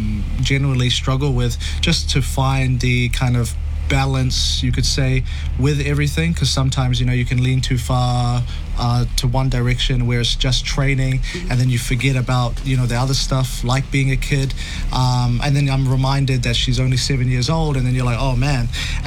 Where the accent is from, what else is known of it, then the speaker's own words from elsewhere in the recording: New Zealand; born there; obviously we're born here in New Zealand and we represent New Zealand, we're from New Zealand, but, you know, to also to have her Tongan culture, to have my culture, which is predominantly Fijian.